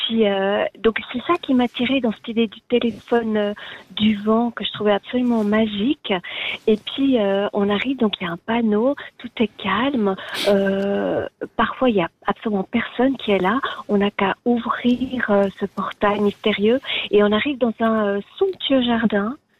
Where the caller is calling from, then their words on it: Neuchâtel, Switzerland; moi j'habite à Neuchâtel